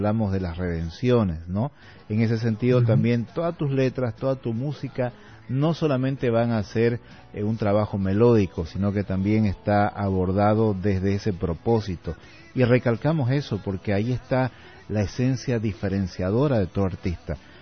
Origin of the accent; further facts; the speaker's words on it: Puerto Rico; como cantautor puertorriqueño de rock alternativo español.